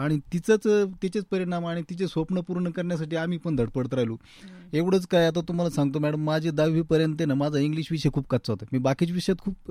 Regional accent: Maharashtra, India; माझं गाव येतं एकदम ग्रामीण भागातलं, अमळनेर मुळा नदीच्या काठावर वसलेलं असल्यामुळे त्या गावात माझं बालपण गेलं. त्यामुळे अतिशय सुंदर वातावरणात आणि निसर्गरम्य परिसरात, आमचा मुळाकाठचा परिसर असल्यामुळे बागायत भाग असल्यामुळे अतिशय निसर्गरम्य आणि खेळीमेळीच्या वातावरणात माझं बालपण गेलं

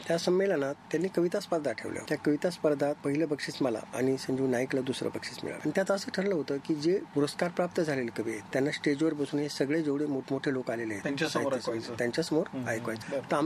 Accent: Maharashtra, India; also born or lived in Chalisgaon; कुठलं म्हणे तू, म्हणलं मी चाळीसगावला असतो. चाळीसगावच आहे का तू, म्हणलं नाही मी नगर जिल्ह्यातला आहे.

